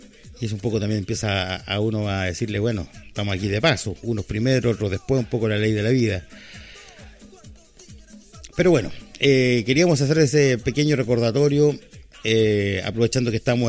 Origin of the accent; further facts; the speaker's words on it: Maule, Chile; para quienes somos de la Quinta Norte